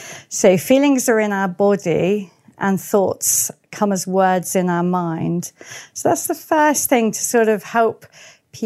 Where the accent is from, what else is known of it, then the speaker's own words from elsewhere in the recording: Worthing, South East England, United Kingdom; And there was an offer of a job in a place that no one else would want, but Worthing was my hometown.